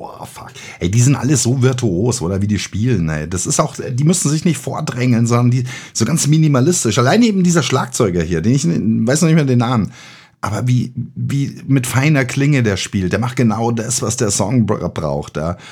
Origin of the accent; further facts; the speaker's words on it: Bavaria, Germany; Und da haben sie mich reingesteckt in dem Dorf, wo ich aufgewachsen bin, in Bayern.